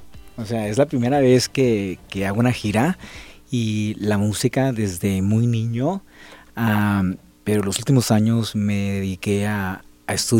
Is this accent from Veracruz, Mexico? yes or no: no; Sonora, Mexico; now in Mexico City, Mexico; Soy de Sonora, 100% sonorense.